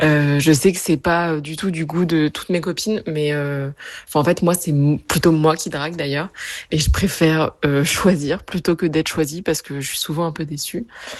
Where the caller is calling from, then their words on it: Angers, Pays de la Loire, France; j'habite à Angers.